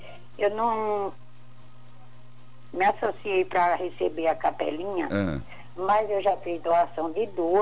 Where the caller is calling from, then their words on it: Irecê, Bahia, Brazil; Irecê, Bahia.